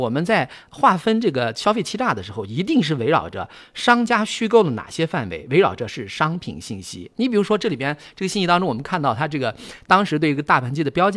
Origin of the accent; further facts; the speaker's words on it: Xinjiang, China; 确实就是作为一个新疆人来讲的话